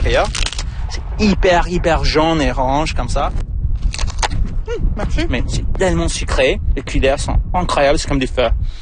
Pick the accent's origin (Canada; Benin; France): Canada; Toronto, Ontario; Après de mon travail partout dans le monde, comme je viens de Toronto, j'ai commencé à travailler avec le vignoble à Plamoisette.